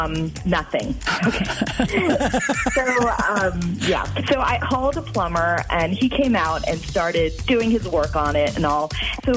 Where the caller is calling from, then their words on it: Madison, Wisconsin, United States; I'm from Madison.